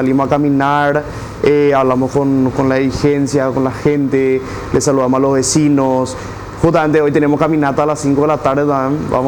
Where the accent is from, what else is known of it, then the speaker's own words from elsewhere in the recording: Lambaré, Central, Paraguay; soy un joven emprendedor de la ciudad de Lambaré, soy joven, soy profesional, tengo 24 años.